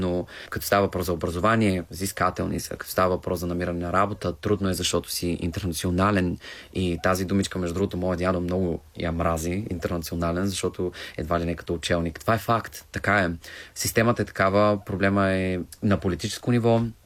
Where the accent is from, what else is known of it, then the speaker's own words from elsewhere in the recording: Targovishte, Targovishte Province, Bulgaria; Родом съм от Търговище и съм живял до 18 години в Търговище.